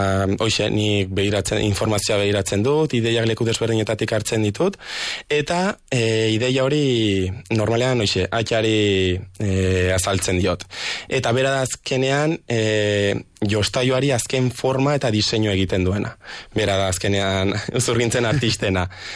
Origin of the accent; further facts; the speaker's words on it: Donamaria, Navarre, Spain; Dona Maria herri inguruan ibili izan gara, nire herria dela